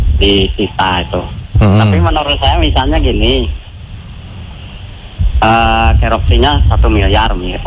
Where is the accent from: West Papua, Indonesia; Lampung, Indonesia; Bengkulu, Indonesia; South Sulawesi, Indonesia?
Bengkulu, Indonesia; now in West Sumatra, Indonesia; Perantau, kita asli orang Bengkulu.